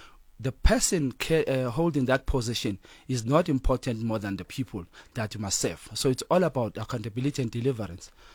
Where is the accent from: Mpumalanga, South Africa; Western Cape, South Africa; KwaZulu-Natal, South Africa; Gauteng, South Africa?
Gauteng, South Africa; Daveyton; I grew up in Daveyton.